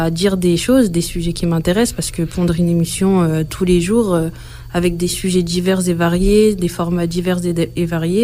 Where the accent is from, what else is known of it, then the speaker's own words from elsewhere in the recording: Grenoble, Auvergne-Rhône-Alpes, France; j'ai 23 ans, je suis d'originaire de Grenoble.